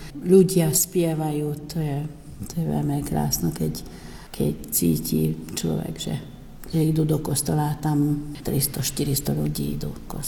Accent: Tótkomlós, Békés, Hungary; u nás na Komloši

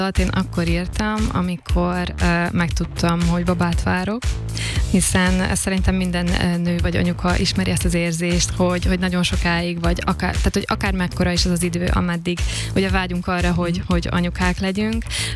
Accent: Serbia; now in Switzerland; akkor már Svájcban éltünk, és akkor nézegettem Svájcban is, hát Szerbiában is, hogy onnan származom

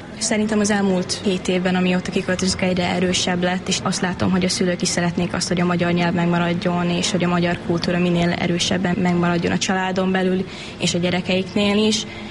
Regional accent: Székesfehérvár, Fejér, Hungary; now in Melbourne, Australia; Ausztráliából, Melbourneből jöttem

